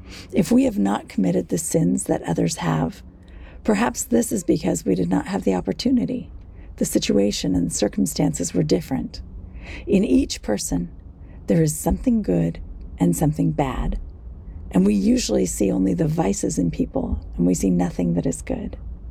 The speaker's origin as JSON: {"language": "English", "country": "United States", "said": "as an American"}